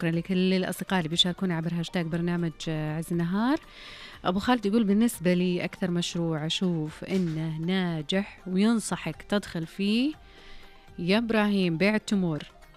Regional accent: Saudi Arabia; هنا يعني في المملكة

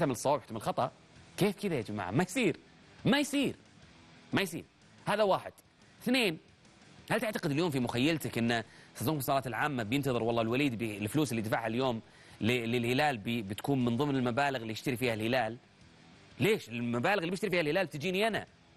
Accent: Saudi Arabia; عندنا في المملكة العربية السعودية

